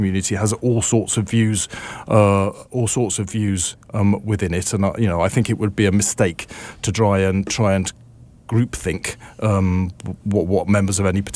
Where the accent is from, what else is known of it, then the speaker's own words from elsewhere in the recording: England, United Kingdom; I'm British, I'm English, I'm a Christian.